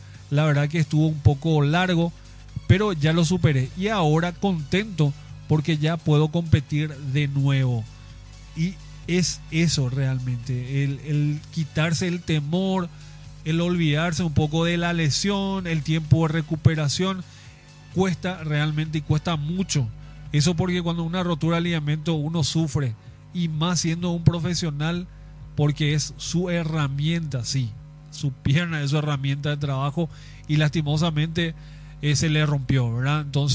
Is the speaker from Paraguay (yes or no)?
yes; Paraguay